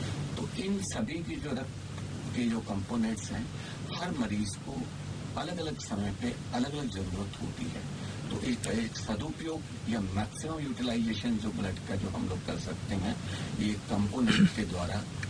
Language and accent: Hindi; Jaipur, Rajasthan, India; मैं जयपुर से आया हूँ यहाँ पर।